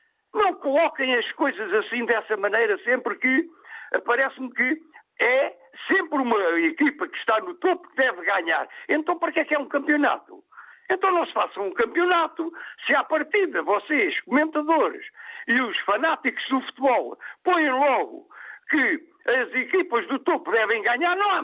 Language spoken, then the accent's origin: Portuguese; Torres Vedras, Lisbon, Portugal; born there; da minha terra, Torres Vedras